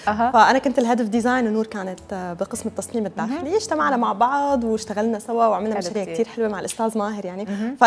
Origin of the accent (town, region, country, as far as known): Syria